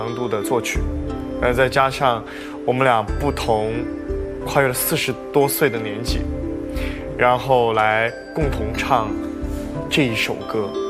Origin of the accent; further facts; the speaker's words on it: Jiangyou, Sichuan, China; 因为我是四川人，然后在江油